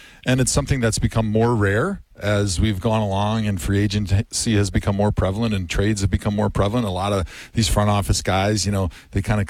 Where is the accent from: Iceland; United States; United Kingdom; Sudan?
United States; Wisconsin; moved away; I grew up in Wisconsin. I grew up a massive Packer fan.